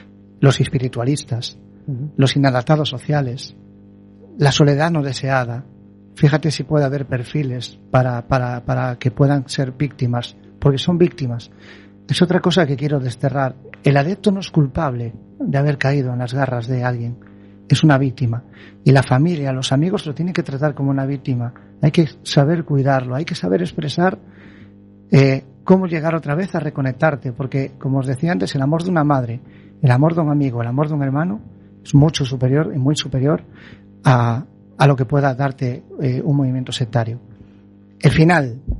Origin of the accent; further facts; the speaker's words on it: Baiona, Galicia, Spain; en mi zona de donde yo soy, en Bayona